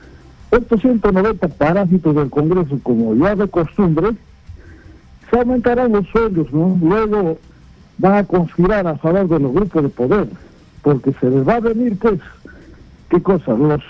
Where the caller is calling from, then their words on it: Coracora, Ayacucho, Peru; De Coracora, Carlos.